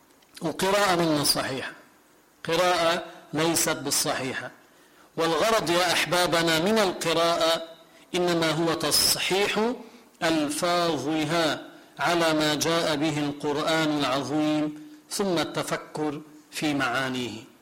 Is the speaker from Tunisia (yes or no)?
no; Lebanon; مثل ما عندنا بلبنان